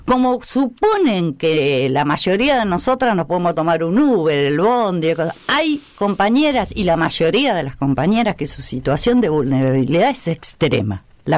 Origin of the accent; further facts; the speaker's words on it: Mercedes, Buenos Aires Province, Argentina; básicamente yo soy bonaerense, soy nacida en Mercedes, provincia de Buenos Aires.